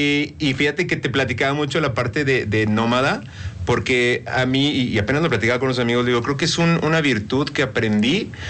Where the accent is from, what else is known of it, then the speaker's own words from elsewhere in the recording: Mexico City, Mexico; born there; also born or lived in Macuspana, Tabasco; O sea, yo nací en DF, pero al año y algo me...